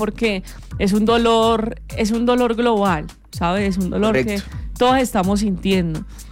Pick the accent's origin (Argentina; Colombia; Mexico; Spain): Colombia